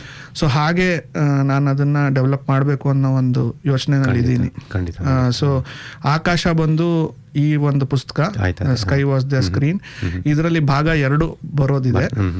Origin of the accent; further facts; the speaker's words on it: Tumakuru, Karnataka, India; moved away as an adult; now in Bengaluru, India; ನಾನು ಮೂಲತಃ ಬೆಂಗಳೂರಲ್ಲಿ ಹುಟ್ಟಿದ್ದು, ಆಮೇಲೆ ನನ್ನ ಓದು ಮತ್ತು ನನ್ನ ಬೆಳವಣಿಗೆ ಎಲ್ಲ ತುಮಕೂರಲ್ಲಿ ನಡೀತು. ನಮ್ಮ ತಂದೆ ಪೊಲೀಸ್ ವೃತ್ತಿಯಲ್ಲಿ ಇದ್ದಿದ್ದರಿಂದ ಅವ್ರಿಗೆ ಬೆಂಗಳೂರಿಂದ ತುಮಕೂರಿಗೆ ವರ್ಗಾವಣೆ ಆಗಿ ನನ್ನ ಸ್ಕೂಲಿಂಗು ಮತ್ತು ಕಾಲೇಜು ಎಲ್ಲನೂ ನಾನು ತುಮಕೂರಿನಲ್ಲೇ ಮಾಡಿದೆ.